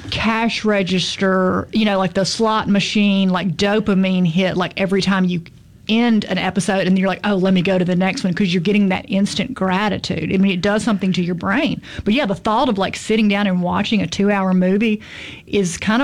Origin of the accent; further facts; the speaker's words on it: Mississippi, United States; You know, I'm from the Mississippi Delta